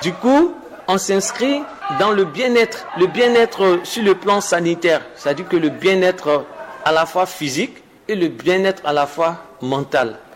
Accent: Côte d’Ivoire; Les Ivoiriens, on est beaucoup chaud.

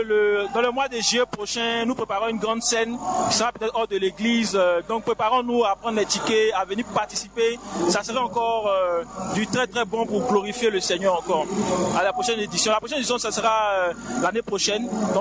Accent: Côte d’Ivoire; on adore Dieu chez nous en Côte d'Ivoire.

